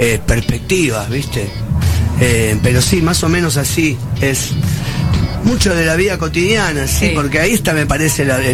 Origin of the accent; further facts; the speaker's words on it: Argentina; medio tanguero, por ahí medio porteño, pero yo qué sé, creo que nos representa un poco, viste, cuando vas a otros países, lo primero que te dicen, ¿de dónde sos, argentino?